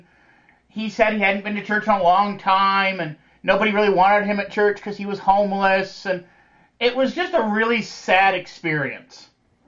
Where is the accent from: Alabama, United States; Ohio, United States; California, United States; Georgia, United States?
Ohio, United States; we're from just outside of Cleveland.